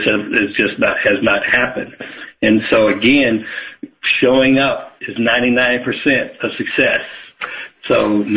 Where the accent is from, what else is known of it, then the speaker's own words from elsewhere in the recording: Middletown, Ohio, United States; I'm from Middletown, Ohio. So in Middletown, the only thing here is Armco or AK Steel.